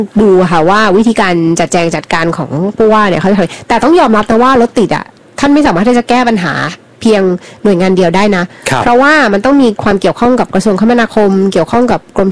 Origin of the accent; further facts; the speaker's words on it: Bangkok, Thailand; ในฐานะคนกรุงเทพ